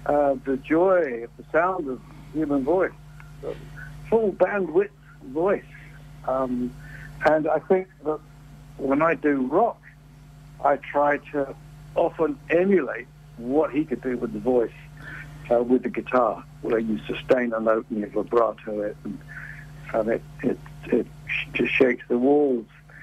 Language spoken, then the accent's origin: English; London, United Kingdom; the 1960s was a very good time to be growing up in London.